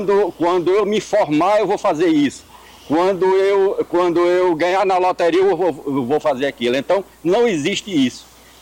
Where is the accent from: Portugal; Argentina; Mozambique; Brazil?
Brazil; Orós, Ceará; uma casa de taipa que foi mais ou menos onde eu nasci, lá em Oroz. Numa casa de taipa de chão batido